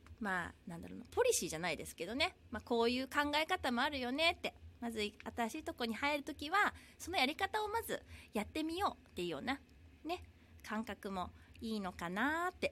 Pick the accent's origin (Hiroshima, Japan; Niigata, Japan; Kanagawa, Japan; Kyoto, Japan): Hiroshima, Japan; now in Okinawa, Japan; 本当にこう一人で住んだのはね、本当にこの地元の広島から沖縄に住んだのが私にとっては初めての、一人でこう引っ越すっていうのはね、初めてだったんです。